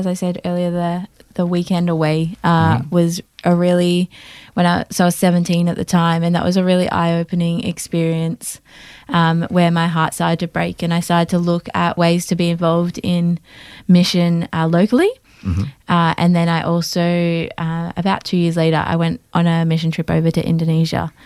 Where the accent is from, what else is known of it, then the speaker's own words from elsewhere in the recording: Australia; Because I'm from Australia.